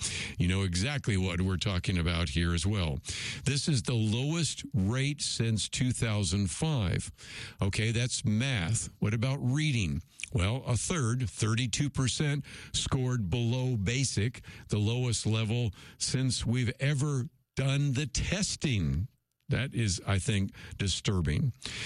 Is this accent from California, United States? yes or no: yes; the Bay Area, California, United States; I grew up in the Bay Area